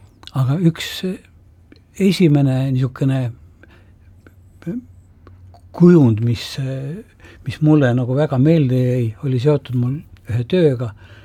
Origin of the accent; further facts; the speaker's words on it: Tartu, Tartu County, Estonia; also born or lived in Siberia; Minu ema oli Siberis, ma ise olen sündinud seal. Mu vanaonu on maha lastud, mu onu on maha lastud ja ma kasvasin arstide perekonnas Tartus